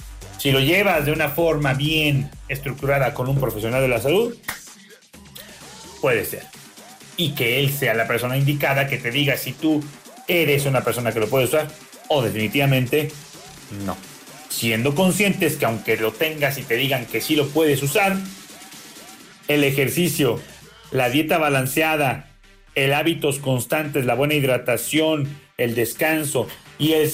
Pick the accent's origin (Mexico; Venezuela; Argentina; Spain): Mexico; en México, en mi país